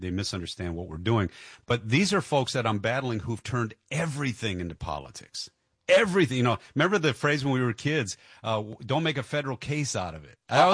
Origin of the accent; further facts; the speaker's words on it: Detroit, Michigan, United States; I'm from Detroit